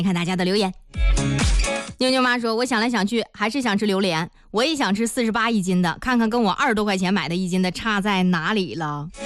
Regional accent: Zhengding, Hebei, China; 还有好几位朋友啊都提到了我的家乡特产正定崩干儿。

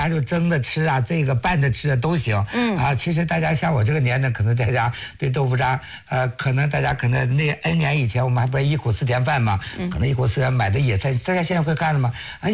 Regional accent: China

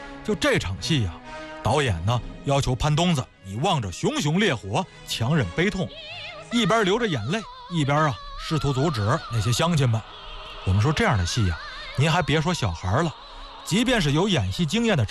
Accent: Tangshan, Hebei, China; moved away; 我老家呢是唐山农村的，你看我们小时候呢偶尔啊有这个城市的亲戚也是小孩就来串亲戚了

